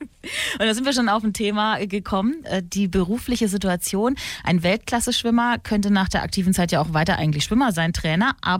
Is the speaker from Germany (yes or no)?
yes; Würzburg, Bavaria, Germany; born there; Also ich bin auch in Würzburg geboren